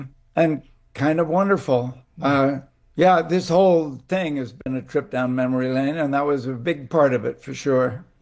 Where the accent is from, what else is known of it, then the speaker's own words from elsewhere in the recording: East Coast, United States; I grew up on the East Coast, and my mother was from a nice Boston family and my father was from England.